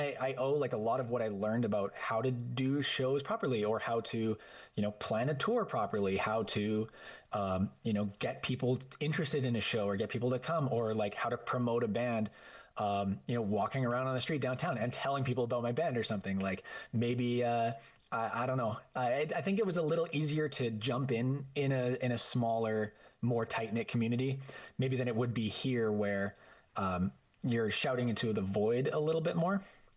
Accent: Prince George, British Columbia, Canada; moved away as an adult; now in Calgary, Canada; that was my hometown for most of my growing up, and then, you know, my young adult life and stuff like that too.

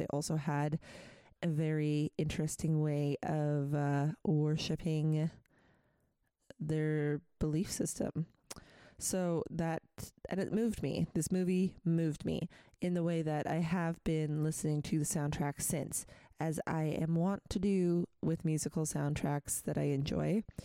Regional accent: Prince George, British Columbia, Canada; So we would listen to what was back in the day known as 94X when I was growing up in Prince George.

